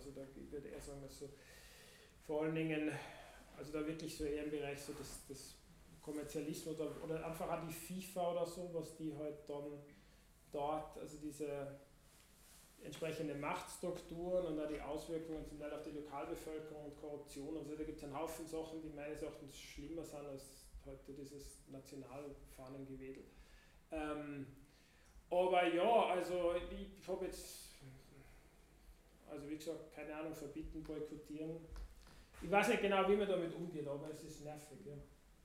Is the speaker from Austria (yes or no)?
yes; Austria; sage ich jetzt als Österreicher.